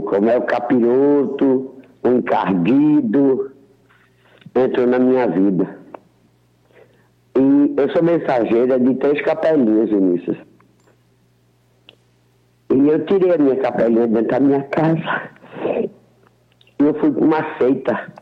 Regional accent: Guaporé, Rio Grande do Sul, Brazil; born there; also born or lived in Chapecó; now in Curitiba, Brazil; Eu, infelizmente, eu nasci em Guaporé, Rio Grande do Sul.

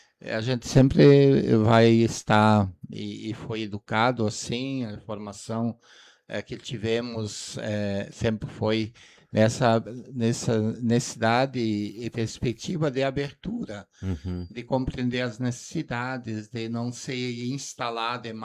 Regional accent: Pejuçara, Rio Grande do Sul, Brazil; moved away as an adult; cidade de Pejuçara, pois era a paróquia da qual nós fazíamos parte, né? Da comunidade onde eu me criei

